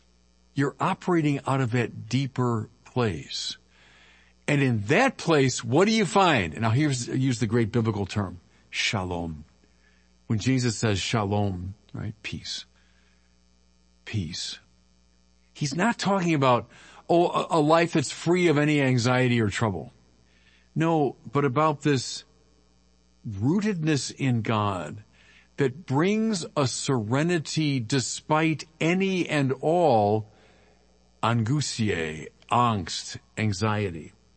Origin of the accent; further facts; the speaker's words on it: Chicago, Illinois, United States; I'm from Chicago